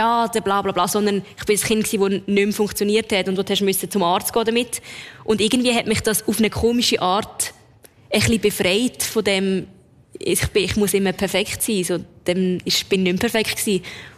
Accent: Lucerne, Switzerland; moved away as an adult; now in Zurich, Switzerland; Also ich bin dann von Luzern auf Zürich gezogen und das erste Mal wieder etwas Eigenes.

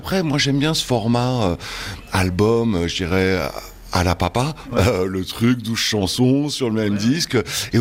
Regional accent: France; je suis français

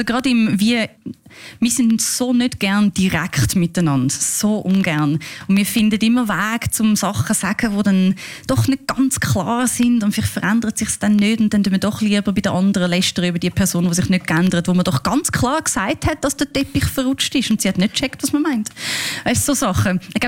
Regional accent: Switzerland; ich habe schon das Gefühl, ich bin hier in der Schweiz aufgewachsen.

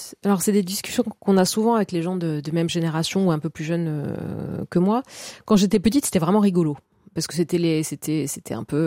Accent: Bastia, Corsica, France; Donc moi, je suis née à Bastia et j'ai passé pas mal de temps aussi en Castagniccia, donc c'est en moyenne montagne, puisqu'en Corse, en général, on a toujours deux lieux.

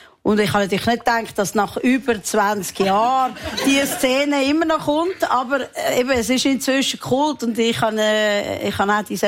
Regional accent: Switzerland; Ich bin Schweizerin.

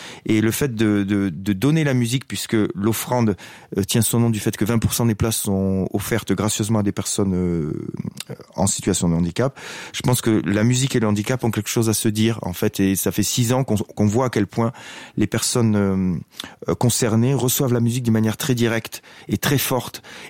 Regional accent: Occitanie, France; Donc moi je suis des Hautes-Pyrénées, donc c'est un endroit où, voilà, c'est l'endroit où je suis né et où j'habite encore aujourd'hui d'ailleurs

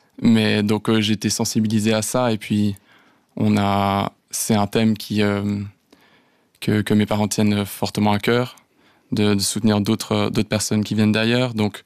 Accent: Switzerland; Mes parents, ils viennent hors de Suisse. Donc, alors certes, j'ai grandi en Suisse et puis j'ai eu le confort que vous avez mentionné

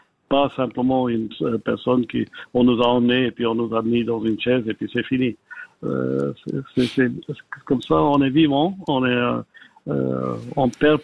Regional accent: Geneva, Switzerland; moi, j'ai grandi à Genève, je connais la ville comme n'importe quoi.

